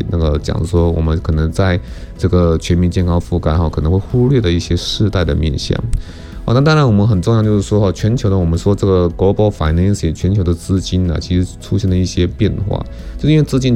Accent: Taiwan; 我们台湾没有疟蚊

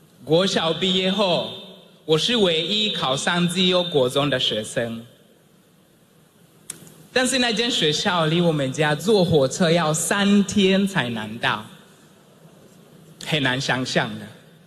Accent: Tanzania; born or raised there; Chinese is a second language; moved away as an adult; now in Taiwan

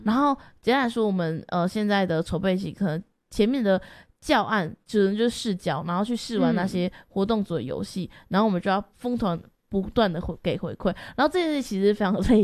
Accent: Kaohsiung, Taiwan; 我们营队是七月初要去带、高雄，回到我的家乡高雄，真的是美浓国小，美浓区东门国小

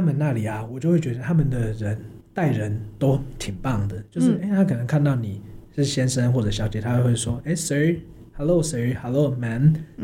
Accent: Taiwan; 然后重点是我觉得我们台湾人都还蛮友善的。

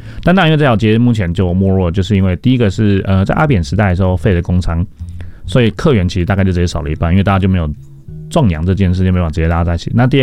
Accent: Taipei, Taiwan; 因为我自己也是在菜市场长大的，对，就是我们书中有提到的东山水市场，那它其实有另外一段啊，现在被拆掉，叫西山水市场。对，那我就那边长大

